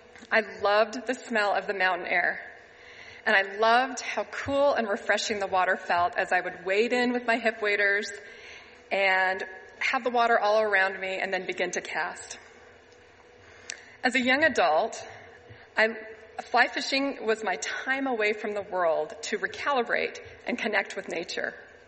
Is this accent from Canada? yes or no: yes; Alberta, Canada; born or raised there